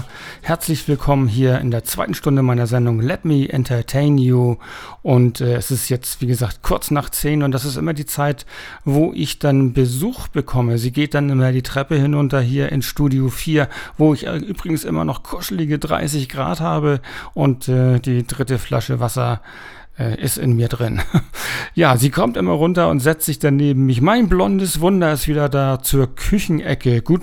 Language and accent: German; Schleswig-Holstein, Germany; wir kommen ja aus Schleswig-Holstein, nahe Dänemark